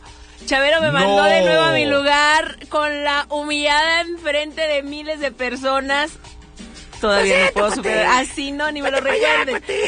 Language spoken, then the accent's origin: Spanish; Monterrey, Nuevo León, Mexico; also born or lived in Tamaulipas; Yo soy norteña.